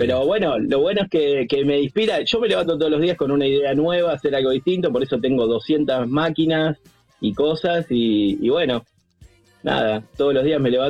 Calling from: Wilde, Buenos Aires Province, Argentina

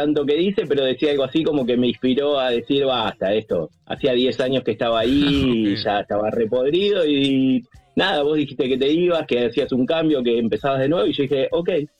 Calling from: Wilde, Buenos Aires Province, Argentina

